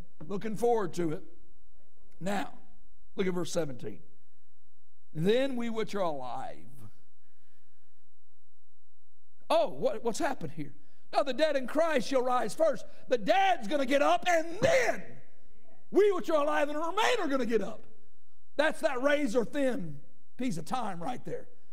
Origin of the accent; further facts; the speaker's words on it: Arkansas, United States; also born or lived in Canada; I grew up in Arkansas, and I was born in Canada.